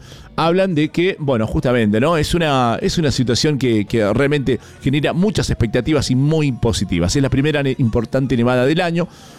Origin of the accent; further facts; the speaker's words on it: Mendoza, Argentina; ya como argentinos y mendocinos sabemos cuando llega un año electoral